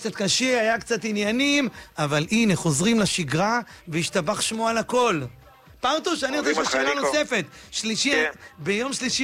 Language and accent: Hebrew; Bat Yam, Tel Aviv District, Israel; moved away; החזרת אותי לעיר הולדתי, העיר בת ים, העיר שאני באמת מת עליה. אמנם אני כבר הרבה זמן לא גר בה